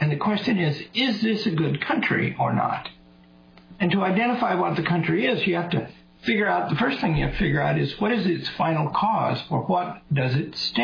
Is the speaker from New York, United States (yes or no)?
yes; New York, United States; I grew up in New York